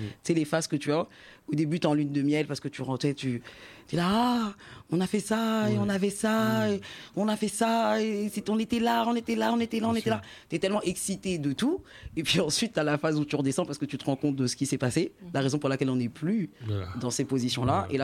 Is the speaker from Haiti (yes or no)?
yes; Haiti; c'est un documentaire que j'ai regardé sur Haïti, sur l'histoire d'Haïti, pour le coup, je suis haïtienne, et il m'a fait pleurer.